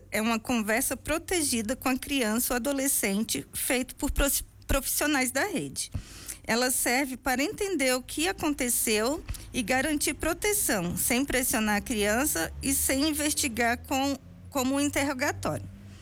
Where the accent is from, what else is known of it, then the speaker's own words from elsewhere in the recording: Brasília, Federal District, Brazil; moved away as an adult; now in Vacaria, Brazil; Eu sou natural de Brasília.